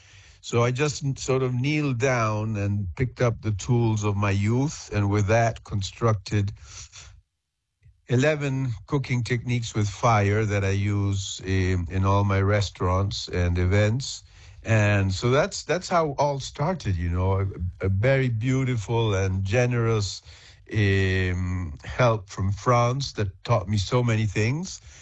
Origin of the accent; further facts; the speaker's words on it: Patagonia, Argentina; moved away as an adult; also born or lived in Paris; I was born in Argentina and I was raised in Patagonia.